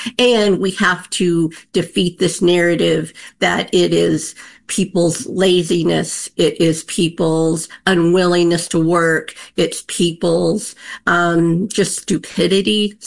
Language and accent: English; New York, United States; I'm not just saying this as a New Yorker